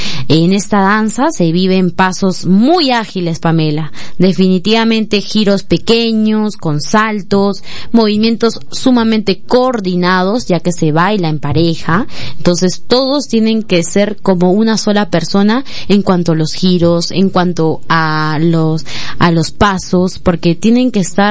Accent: Tacna, Peru; como peruanos y tacneños

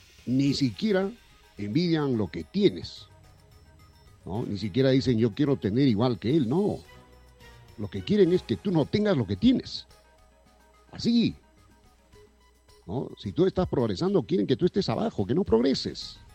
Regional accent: Peru; deberíamos los peruanos que hemos vivido aquellas épocas terribles de las crisis

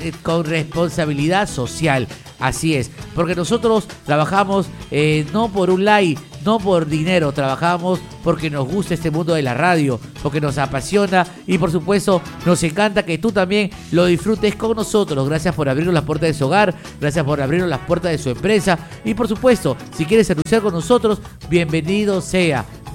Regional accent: Lima, Peru; porque nos conocemos cada rincón del sur de Lima, porque somos de aquí, de Lurín, José Gálvez, Vía María, Vía Salvador

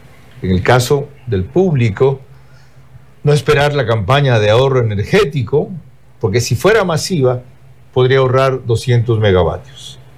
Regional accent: Bahía de Caráquez, Manabí, Ecuador; en Bahía de Caracas, mi tierra

